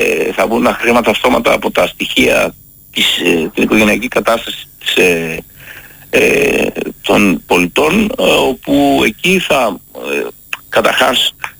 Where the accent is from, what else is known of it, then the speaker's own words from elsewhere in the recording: Greece; moved away; είμαστε από Ελλάδα